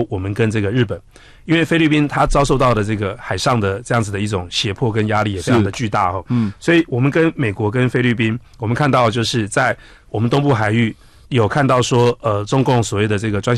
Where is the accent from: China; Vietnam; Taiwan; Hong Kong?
Taiwan; 我们台湾人身上